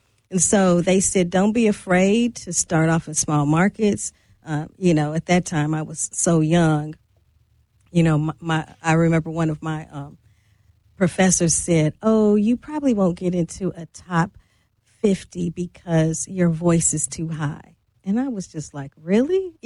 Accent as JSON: {"language": "English", "town": "St. Louis", "region": "Missouri", "country": "United States", "tie": "born or raised there"}